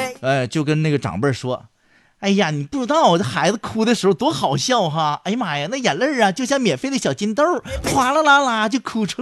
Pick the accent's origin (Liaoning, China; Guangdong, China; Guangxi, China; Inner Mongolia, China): Liaoning, China; 我也是辽宁的朋友啊，我是外地人吗，朋友啊？